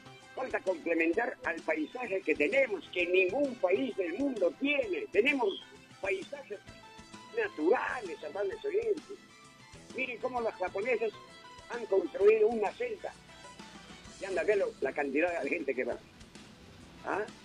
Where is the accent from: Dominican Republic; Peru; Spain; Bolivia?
Peru; Aguaytía, Ucayali; nuestra ciudad de Aguaitía parece un corral de chancho